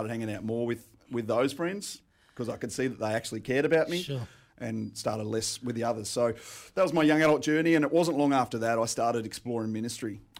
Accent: Gundagai, New South Wales, Australia; Little town on the Hume Highway called Gundagai. Most people know it from a song back in the day. But so I grew up there first 12 years of my life.

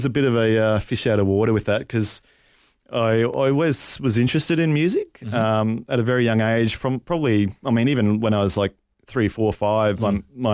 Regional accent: Rockhampton, Queensland, Australia; So, I grew up in Rocky.

